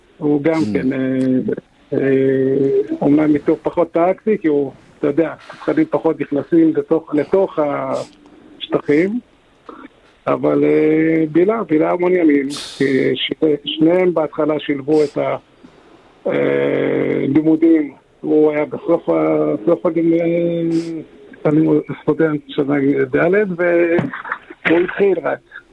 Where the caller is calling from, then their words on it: Modi'in, Central District, Israel; אני ממודיעין, כן.